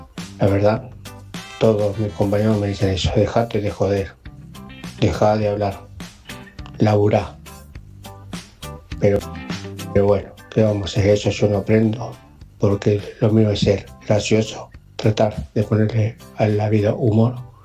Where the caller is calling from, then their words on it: Villa Madero, Buenos Aires Province, Argentina; soy de Villa Madero, La Matanza.